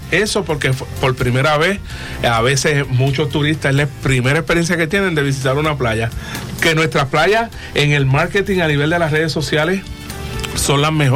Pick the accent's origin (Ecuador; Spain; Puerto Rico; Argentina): Puerto Rico; Nosotros como puertorriqueños